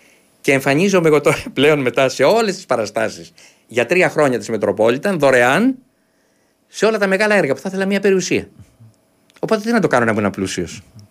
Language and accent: Greek; Greece; moved away; also born or lived in New York